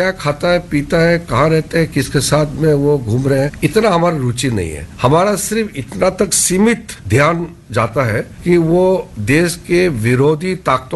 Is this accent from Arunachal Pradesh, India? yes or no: yes; Arunachal Pradesh, India; जैसे मैं अरुणाचल प्रदेश से आता हूँ, अरुणाचल के लोग दिल्ली जाने के लिए भी सोचना पड़ता था